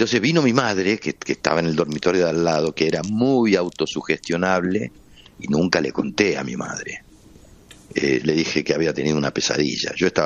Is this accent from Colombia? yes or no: no; Buenos Aires, Argentina; moved away as an adult; yo nací, digo, me formé todo en Buenos Aires